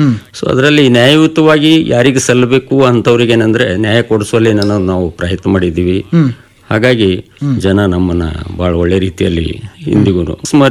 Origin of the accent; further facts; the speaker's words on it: Kanaji, Karnataka, India; also born or lived in Bidar; ನಾನು ಬೀದರ್ ಜಿಲ್ಲೆ ಬಾಲ್ಕಿ ತಾಲೂಕಿನ ಕಣಜಿಯನಂತ ಗ್ರಾಮದವನು. ನಾನು ಓದುದು ಹೈಸ್ಕೂಲು ಮತ್ತು ಪಿ ಯು ಸಿ ಎಲ್ಲ ಬೀದರ್ನಲ್ಲಿ, ಆಮೇಲೆ ಇಂಜಿನಿಯರಿಂಗ್ ಗುಲ್ಬರ್ಗದಲ್ಲಿ ಓದಿದ್ದೀನಿ.